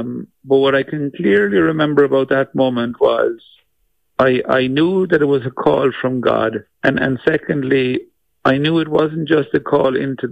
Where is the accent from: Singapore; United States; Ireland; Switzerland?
Ireland; Ballineen, Munster; I was born in the last millennia now, this stage, but I was born into a family with a family farm about an hour west of Cork City. It's a little village called Ballinene.